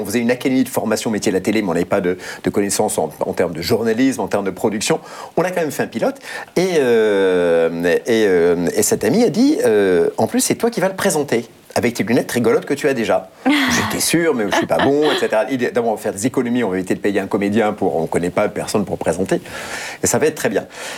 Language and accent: French; Nouvelle-Aquitaine, France; moved away as an adult; now in near Biarritz, France; j'ai fini par racheter une maison, effectivement, pas loin de Biarritz. Et je retrouve les joies de mon enfance, sur la Côte Basque et sur le Pays Basque intérieur, ce qui est une région magnifique.